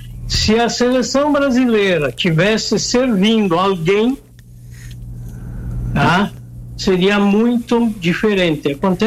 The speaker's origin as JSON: {"language": "Portuguese", "country": "Brazil", "moved": "yes", "said": "Quando descobrem que eu sou brasileiro, né?"}